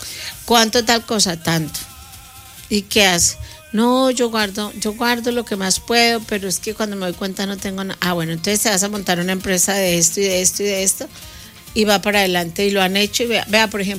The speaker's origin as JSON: {"language": "Spanish", "country": "Ecuador", "said": "16 años siendo ecuatoriana, y sigo siendo ecuatoriana. Ustedes saben que yo amo y adoro Ecuador"}